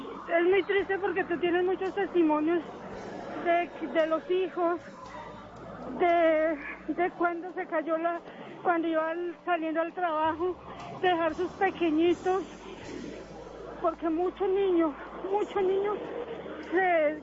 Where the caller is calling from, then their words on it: Soacha, Cundinamarca, Colombia; Yo en ese momento estoy en Soacha